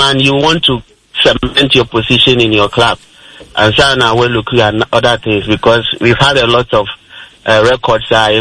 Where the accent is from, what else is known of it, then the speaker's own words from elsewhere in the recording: Ghana; we are Ghanaians